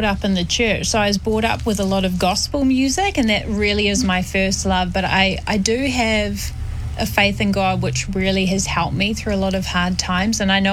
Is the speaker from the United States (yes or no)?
no; New Zealand; Well, I'm Samoan Kiwi, so my mum was born in Samoa, and my dad is European